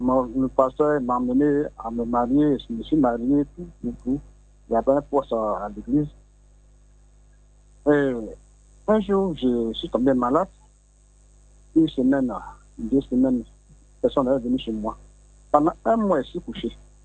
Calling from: Abidjan, Côte d’Ivoire; J'appelle de Port-Boué, Gonzac.

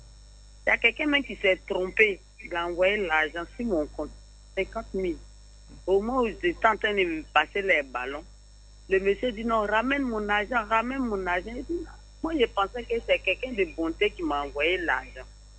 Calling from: Bingerville, Abidjan, Côte d’Ivoire; J'appelle de Bengerville.

